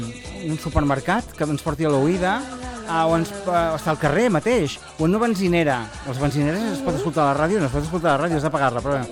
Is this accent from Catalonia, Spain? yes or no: yes; Gironella, Catalonia, Spain; obre sempre el Carnestoltes de Gironella, de la meva població estimada, d'on sóc originari